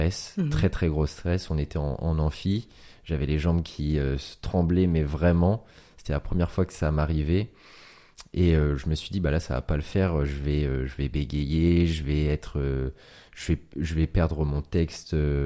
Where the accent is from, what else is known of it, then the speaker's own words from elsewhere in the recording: Caen, Normandy, France; born there; j'ai 27 ans et je suis originaire de Caen.